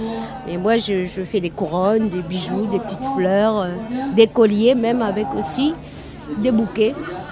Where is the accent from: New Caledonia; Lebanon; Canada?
New Caledonia; North Province; now in Nouméa, New Caledonia; Je suis originaire de la province Nord, mais je vis sur Nouméa plutôt.